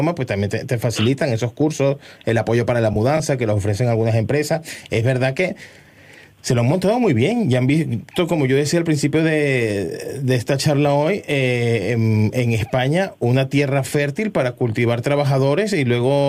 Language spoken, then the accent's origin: Spanish; Venezuela; now in Spain; lo pongo yo como venezolano que me vine para acá privilegiado porque soy de padres españoles